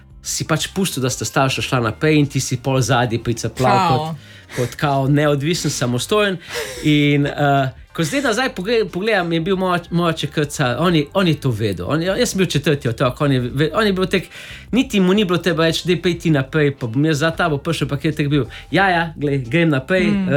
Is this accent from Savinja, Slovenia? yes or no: yes; Velenje, Savinja, Slovenia; Ker sem iz Velenja.